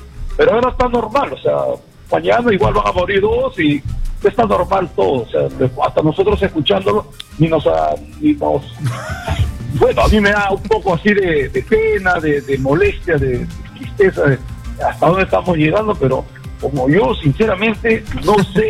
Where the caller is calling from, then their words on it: Lima, Peru; Soy de la zona A.